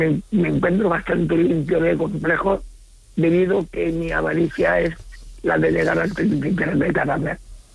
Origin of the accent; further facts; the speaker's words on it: Córdoba, Andalusia, Spain; now in Alicante, Spain; Estoy en Alicante, pero soy cordobés.